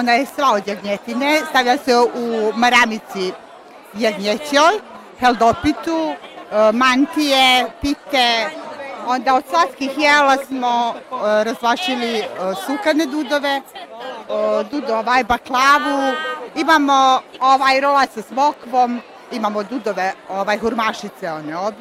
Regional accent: Sjenica, Šumadija and Western Serbia, Serbia; iz udruženja žene Sjeničanke. Prvi put dolazimo i dolazimo iz Sjenice, Sandžaka.

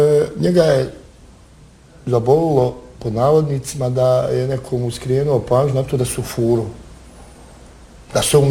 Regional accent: Bosnia & Herzegovina; bio sam samo ja kao Bosanac

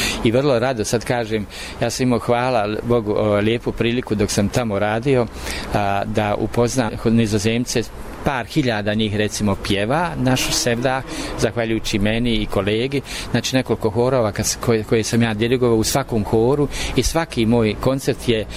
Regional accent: Živinice, Federation of Bosnia and Herzegovina, Bosnia & Herzegovina; also born or lived in Netherlands; dolazim iz Živinica.

